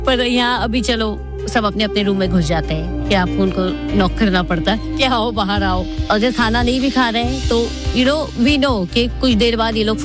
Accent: Mumbai, Maharashtra, India; हम है बॉम्बे से

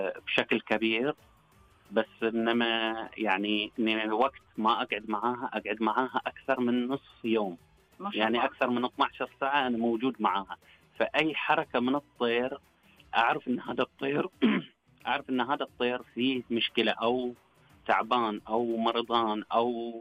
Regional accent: Saudi Arabia

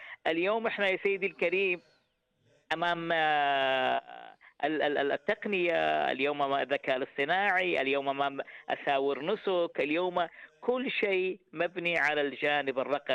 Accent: Saudi Arabia; نتشرف جميعا كسعوديين

